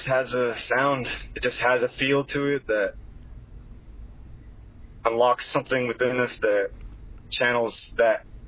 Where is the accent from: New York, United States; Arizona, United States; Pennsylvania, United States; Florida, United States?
Arizona, United States; Gila River Indian Community; I come from District 5 of the Hilly River Indian Community